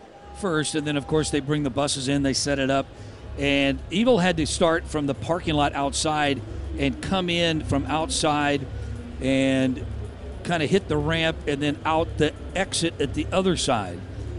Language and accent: English; South Bay, California, United States; Even though I grew up here, yeah. I grew up in the South Bay